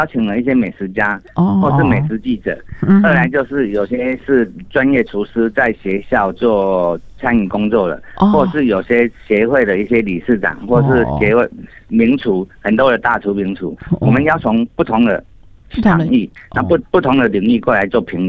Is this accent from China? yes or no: no; Taiwan; 我们主要的是不只是我们台湾人来吃，我们还有国外的观光客。